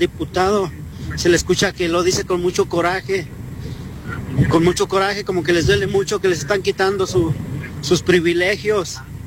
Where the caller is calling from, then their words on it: Mexico; Yo como mexicano y como ciudadano